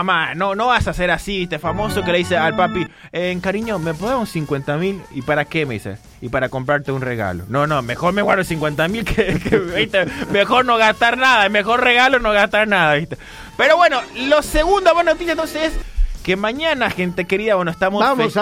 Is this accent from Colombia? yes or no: no; Paraguay; Porque soy paraguayo